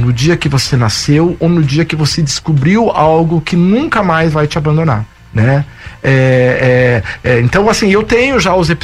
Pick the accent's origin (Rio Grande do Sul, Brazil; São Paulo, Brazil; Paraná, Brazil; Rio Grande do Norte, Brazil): Paraná, Brazil; Curitiba; no Lindóia, que para mim é um bairro muito simbólico, de Curitiba. Lógico que eu nasci na Vila Cubas, depois a família toda no Novo Mundo, que a gente era todos os vizinhos ali, né, do Papa João XXIII, né, da escola.